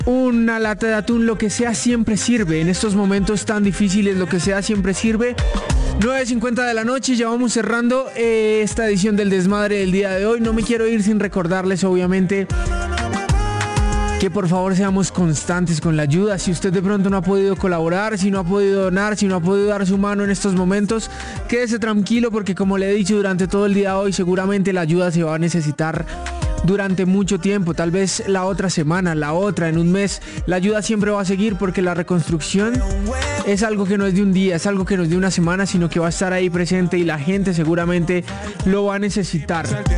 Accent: Colombia; Como colombiano, me duele ver a mi gente atravesando momentos como este. Hoy no es momento de celebración, hoy es momento para estar unidos, de acompañar a quienes sufren y de levantar entre todos a nuestro país.

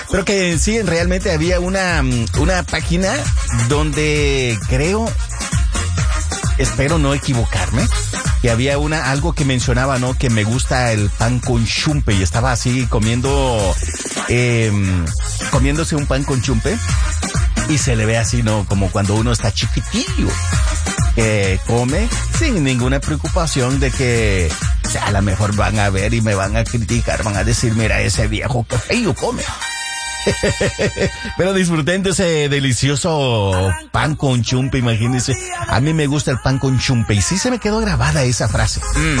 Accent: Santa Ana, El Salvador; now in United States; allá en mi tierra natal, Santa Ana de mis amores, la ciudad heroica

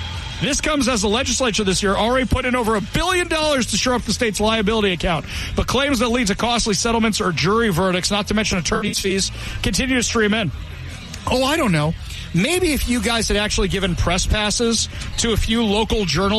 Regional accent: Seattle, Washington, United States; anytime they said, where are you from? I go, Seattle.

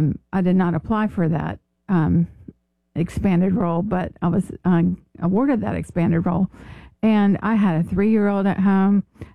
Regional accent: North Carolina, United States; also born or lived in New York; now in Fayetteville, United States; Well, I moved back to North Carolina from New York

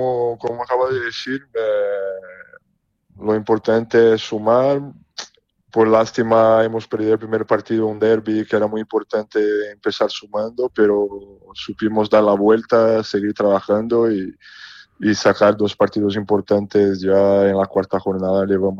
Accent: São Bernardo do Campo, São Paulo, Brazil; moved away as an adult; now in Spain; soy de São Paulo, sí, al lado de São Paulo, está muy cerquita.

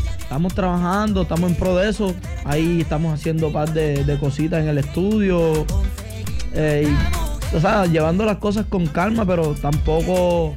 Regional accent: Sincelejo, Sucre, Colombia; yo soy de Sincelejo, Sucre. Nació y criado en Sincelejo, del barrio Salvador.

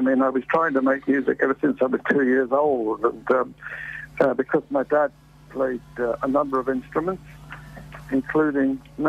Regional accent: London, United Kingdom; the 1960s was a very good time to be growing up in London.

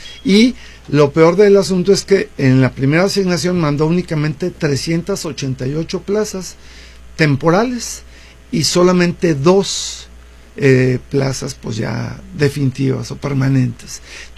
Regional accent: Ciudad Juárez, Chihuahua, Mexico; also born or lived in Guadalajara; Yo nací en la ciudad de Guadalajara, pero realmente soy juarense porque aquí estudié, soy egresado de la UACJ.

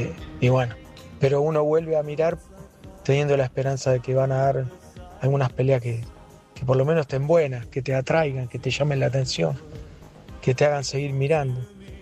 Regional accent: Lanús, Buenos Aires Province, Argentina; de Lanús, un abrazo y gracias por la compañía.

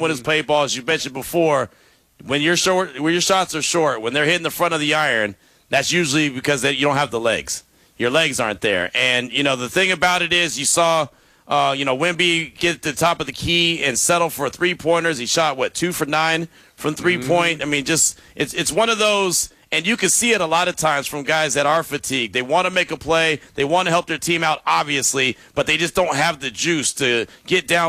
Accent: New York, United States; I'm from New York.

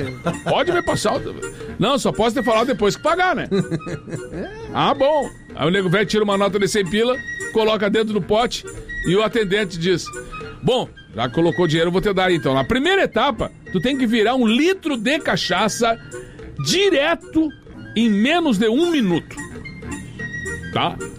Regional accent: Torres, Rio Grande do Sul, Brazil; now in Porto Alegre, Brazil; sou de Torres, mas atualmente eu tô morando em Porto Alegre.

